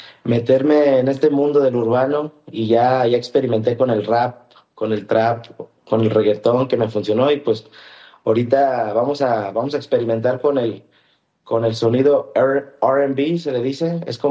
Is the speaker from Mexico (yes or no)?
yes; Jiquilpan, Michoacán, Mexico